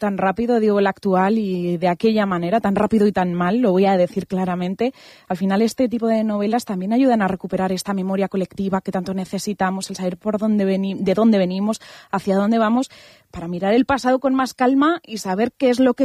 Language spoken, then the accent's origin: Spanish; Galicia, Spain; tanto tú como yo, gallego